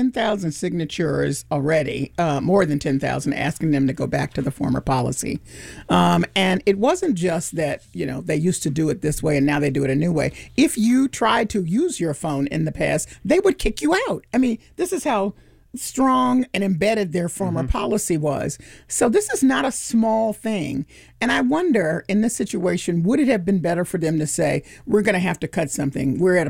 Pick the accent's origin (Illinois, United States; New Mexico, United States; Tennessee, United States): Tennessee, United States; Memphis; I don't care where it is. Oh, I'm from Memphis.